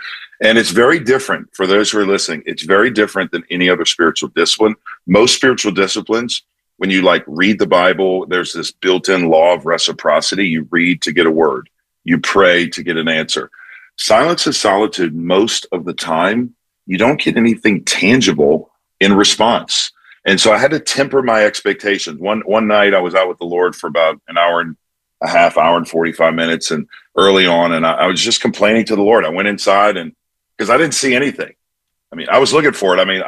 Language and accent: English; New Orleans, Louisiana, United States; I'm from New Orleans, as you know. And so I ate a lot of fish growing up.